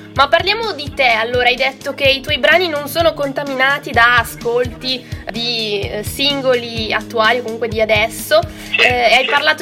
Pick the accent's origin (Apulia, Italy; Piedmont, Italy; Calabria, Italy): Piedmont, Italy; Vercelli; noi siamo di Vercelli.